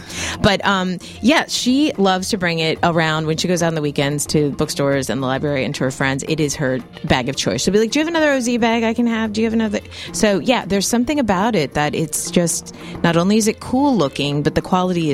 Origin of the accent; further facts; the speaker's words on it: Ohio, United States; now in New Orleans, United States; But I'm from Ohio